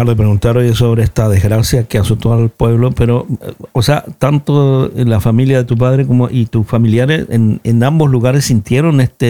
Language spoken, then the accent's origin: Spanish; Chile; nosotros venimos de Chile. Y es una tierra que está donde tiembla constantemente.